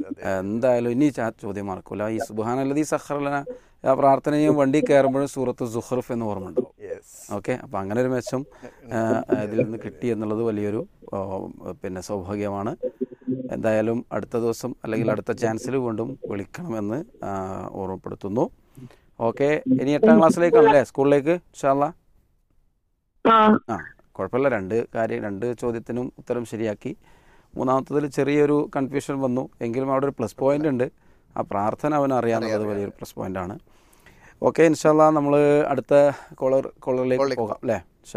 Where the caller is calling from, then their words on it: Tirurangadi, Kerala, India; മലപ്പുറം ജില്ലയിലെ തിരൂരങ്ങാടി. തിരൂരങ്ങാടിയാണോ? അതോ മേലങ്ങാടിയോ? തിരൂരങ്ങാടി.